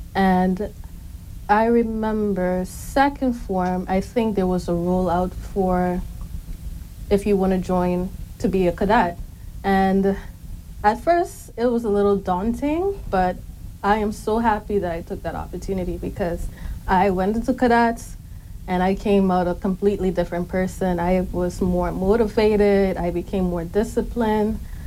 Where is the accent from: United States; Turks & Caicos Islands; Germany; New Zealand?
Turks & Caicos Islands; So I was born and raised in Grand Turk. I was born in the quarry.